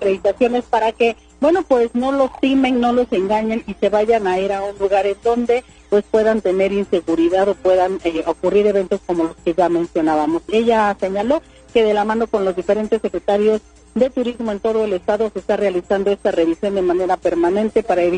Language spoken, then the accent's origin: Spanish; Puebla, Mexico